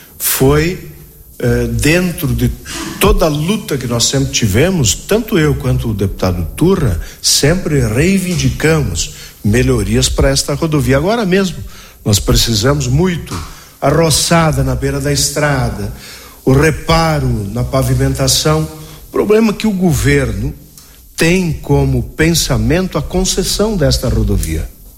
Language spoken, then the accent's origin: Portuguese; Marau, Rio Grande do Sul, Brazil; representam o Rio Grande do Sul, mas sobretudo a minha terra, Marau.